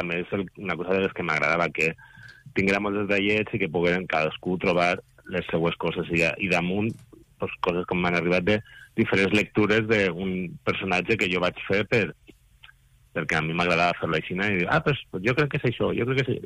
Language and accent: Catalan; Guardamar del Segura, Valencian Community, Spain; moved away; en el meu poble, en Guardamar